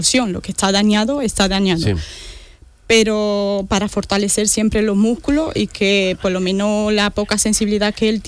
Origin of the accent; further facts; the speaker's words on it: Romania; moved away as an adult; now in Spain; Yo soy de Rumanía.